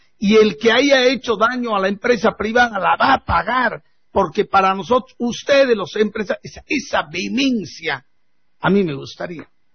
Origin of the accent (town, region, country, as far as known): Bolivia